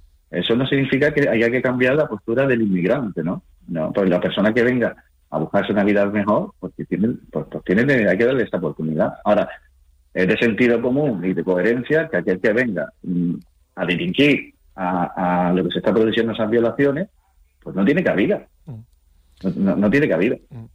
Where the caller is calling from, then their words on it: Canary Islands, Spain; como canarios